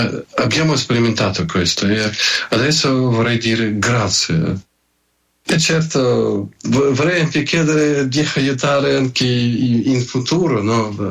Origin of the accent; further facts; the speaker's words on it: Ukraine; noi come Ucraina, anche dall'Italia, no?